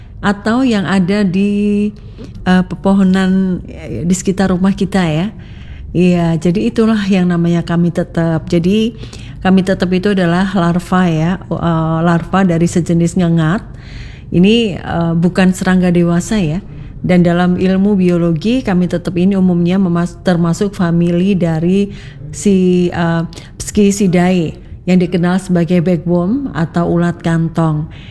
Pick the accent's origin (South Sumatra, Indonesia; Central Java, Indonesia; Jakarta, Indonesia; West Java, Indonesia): South Sumatra, Indonesia; Palembang; Maklum saya asli Palembang, jadi benar-benar gak tahu.